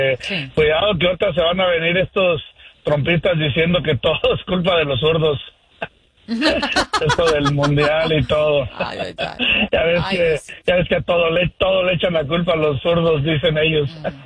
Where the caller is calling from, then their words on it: Sacramento, California, United States; Hablo aquí de Sacramento.